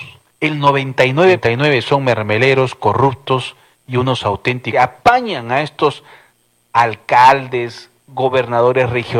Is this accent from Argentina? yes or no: no; La Convención province, Cusco, Peru; mi tierra natal